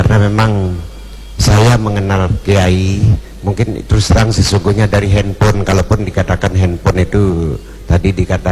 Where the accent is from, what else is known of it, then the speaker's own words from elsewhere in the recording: West Nusa Tenggara, Indonesia; Saya orang kampung, hidup di pelosok kaki Gunung Rinjani.